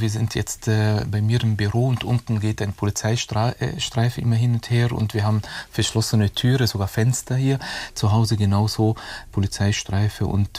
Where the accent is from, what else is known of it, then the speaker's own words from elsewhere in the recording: Germany; ich komme aus Deutschland, ich wusste auch nicht, was ich genau sage, aber meine Eltern sind Palästinenser